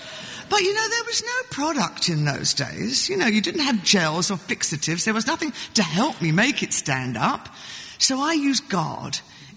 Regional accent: Beckenham, London, United Kingdom; I was from Beckenham.

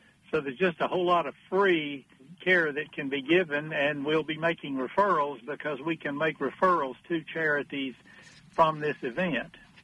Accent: Rose Hill, Virginia, United States; born there; also born or lived in Jonesville, Virginia / Big Stone Gap, Virginia; I was born down in Rose Hill in Lee County, lived in Jonesville and Big Stone Gap. So, yeah, I have stomped the grass all over the hills and waysides over there

